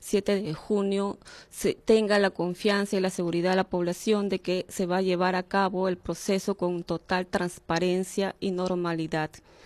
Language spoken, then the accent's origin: Spanish; Peru